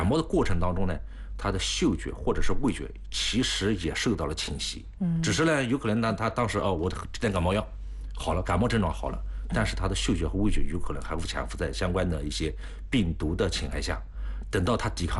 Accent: China; 我们国家

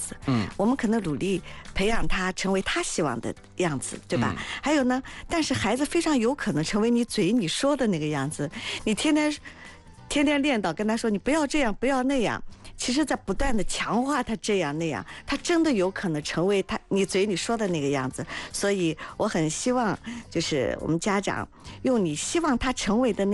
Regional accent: China

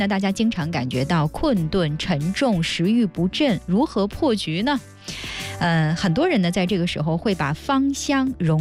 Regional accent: Northeast China, China; now in Zhejiang, China; 在我们东北有这样的一个习俗，就是在端午节的时候每天早晨弄这个艾草泡水，然后大家用它来洗手洗脸。我不知道咱们浙江这边是不是这样的哈

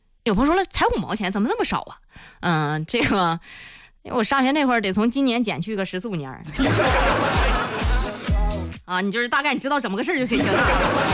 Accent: Zhengding, Hebei, China; moved away; 我的老家是在正定这个小县城里啊，我们老家话叫什么呢，叫吃劲儿不大。

